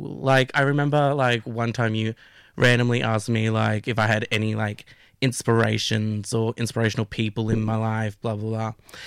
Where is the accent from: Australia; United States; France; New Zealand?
Australia; New South Wales; I'm from the Wiradjuri tribe, or you can call me